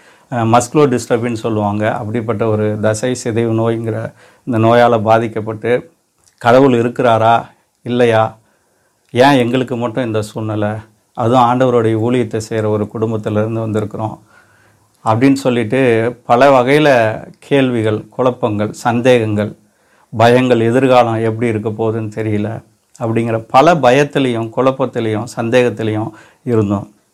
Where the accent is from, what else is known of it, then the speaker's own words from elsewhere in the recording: India; born there; நான் சத்தீஸ்கரில் நான் ஜார்கண்டில் நான் பிறந்தேன்.